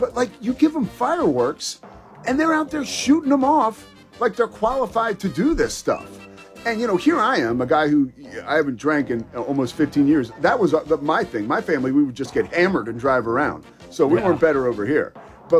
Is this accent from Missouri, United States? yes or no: no; Philadelphia, Pennsylvania, United States; now in Texas, United States; growing up in Philadelphia, living now in Texas.